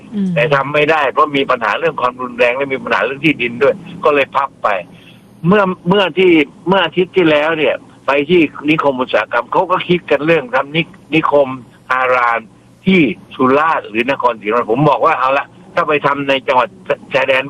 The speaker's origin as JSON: {"language": "Thai", "region": "Southern Thailand", "country": "Thailand", "said": "ผมเนี่ยเป็นคนใต้คนตะลง"}